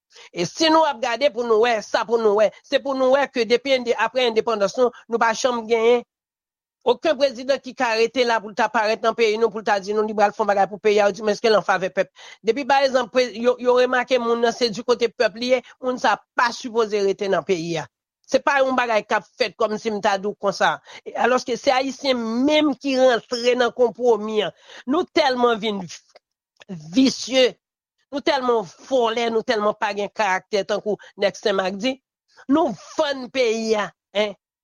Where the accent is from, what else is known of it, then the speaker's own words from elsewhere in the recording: Haiti; Parce que moi-même, je me sens frustré en tant que haïtien.